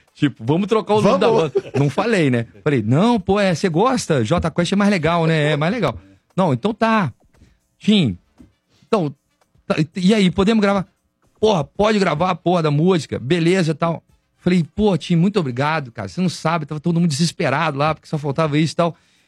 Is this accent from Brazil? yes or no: yes; Belo Horizonte, Minas Gerais, Brazil; somos aqui de Belo Horizonte, somos amiga das meninas